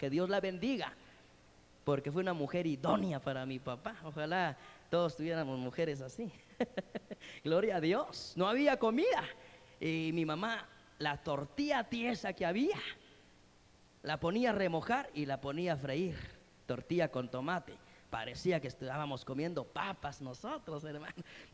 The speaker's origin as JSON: {"language": "Spanish", "country": "Guatemala", "tie": "born there", "moved": "yes", "said": "Y ahí crecí yo. Y los que ya conocen mi casa saben que mis papás viven en una casita de adobe allá en el pueblo."}